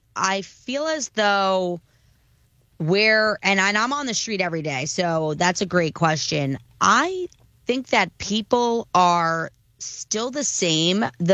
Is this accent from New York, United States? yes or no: yes; New York City, New York, United States; I'm also a New Yorker.